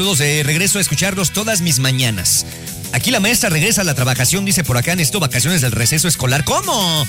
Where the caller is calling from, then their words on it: Mexico City, Mexico; de Ciudad de México.